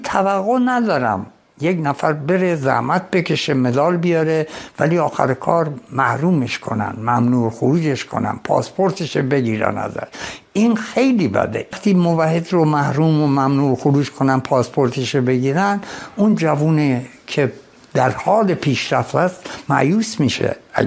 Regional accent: Iran; من فراموش نمی کنم این وقت ایران رو، من اهل ایرانم، من اونجا بزرگ شدم، حامل پرچمش بودم تو میادین بزرگ جهان.

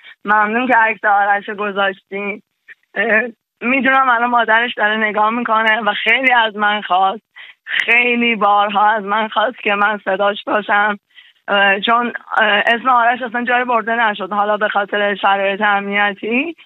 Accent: Iran; moved away; بگم که ایران تو هیچ وقت به ما زخم نزدی، این جمهوری اسلامی بود که به تو و به ما زخم زد. من سال هاست که از وطنم دورم

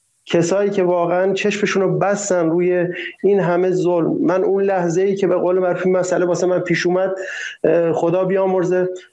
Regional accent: Iran; چون به عنوان یه ایرانی حق من اینه که یه زندگی خوب داشته باشم.

